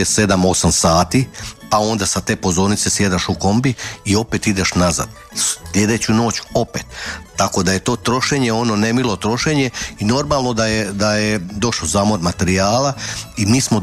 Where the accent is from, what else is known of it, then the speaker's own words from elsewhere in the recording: Županja, Vukovar-Srijem County, Croatia; kod nas u Županji